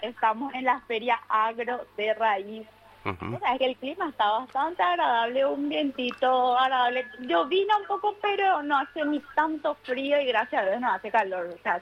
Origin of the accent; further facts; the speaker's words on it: Luque, Central, Paraguay; Ah, mi valle. Yo soy de Luque también.